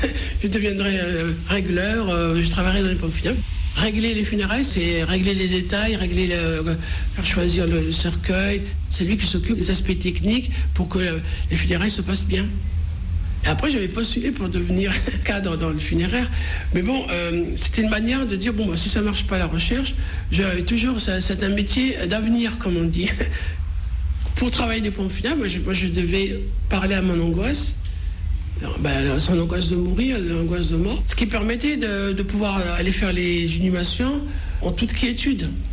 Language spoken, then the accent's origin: French; Skikda, Skikda Province, Algeria; born there; Je suis né en Algérie, à Skida, en 1963, ex-Philippeville.